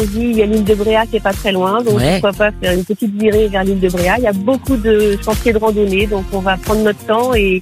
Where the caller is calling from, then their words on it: Verrières-en-Anjou, Pays de la Loire, France; Alors, je suis à côté d'Angers. Je suis dans une charmante petite ville qui s'appelle Verrières-en-Anjou.